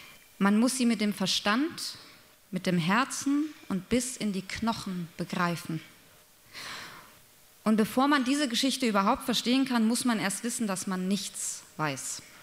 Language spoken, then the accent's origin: German; Baden-Württemberg, Germany; Ich besuchte im Juli meine Heimatstadt. Ich komme aus einem kleinen schwäbischen Städtchen. Mit einem ganz schlimmen Bürgermeister.